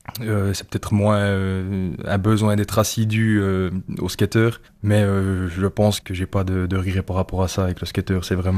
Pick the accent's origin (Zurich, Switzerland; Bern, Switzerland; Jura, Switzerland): Jura, Switzerland; Rossemaison; j'ai grandi à Rosmaison.